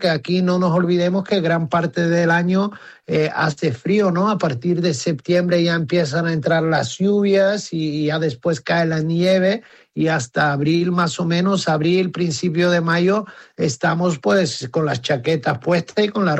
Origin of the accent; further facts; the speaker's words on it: Tenerife, Canary Islands, Spain; also born or lived in Bulgaria; Sin duda creo que he pasado más tiempo en Canarias y en Tenerife, especialmente en el sur. Y sin duda yo aquí digo que soy más de Tenerife que de Bulgaria, pero desgraciadamente o por fortuna de la vida, pues nací en Bulgaria